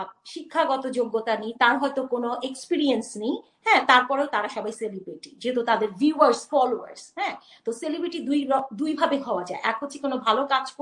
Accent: Bangladesh; এক হচ্ছে যে আমরা বাংলাদেশি, হ্যাঁ, so we came from like Yoon

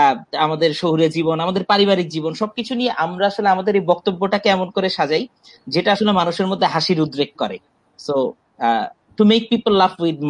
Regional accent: Bangladesh; আমি একজন Bangladeshi stand up comedian, I am proud to be a Bangladeshi

